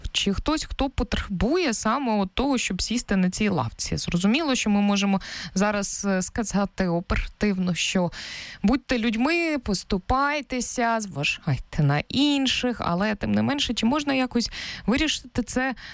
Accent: Kharkiv, Kharkiv Oblast, Ukraine; now in Kyiv, Ukraine; Я як Харків'янка, коли переїхала до Києва, звісно, помітила цю різницю, тому що у Харкові більше місць, де ти можеш сісти.

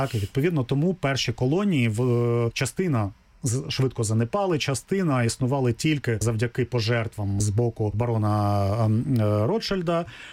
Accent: Kryvyi Rih, Dnipropetrovsk Oblast, Ukraine; я сам з Кривого Рогу, так, і містечко Кривий Ріг на той час ще не місто

